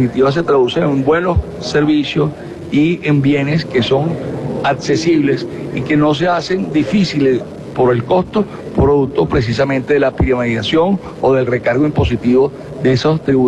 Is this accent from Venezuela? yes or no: yes; Venezuela; Somos venezolanos, somos usuarios, somos consumidores y estamos aquí y queremos un país con condiciones de desarrollo